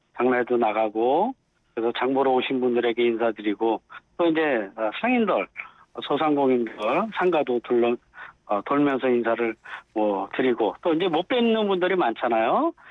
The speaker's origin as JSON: {"language": "Korean", "town": "Pocheon", "region": "Gyeonggi Province", "country": "South Korea", "tie": "born or raised there", "said": "저는 포천이 고향이에요."}